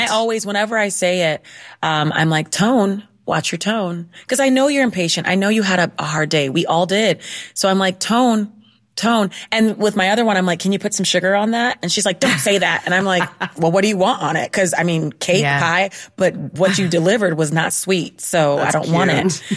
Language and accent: English; Ohio, United States; accent: Midwestern; It's like straight lace. I'm from Ohio, Midwestern, like newscasters study our voices.